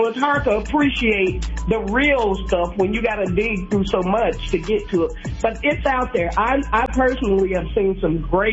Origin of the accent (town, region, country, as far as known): Chicago, Illinois, United States; born or raised there; moved away as an adult; now in Kentucky, United States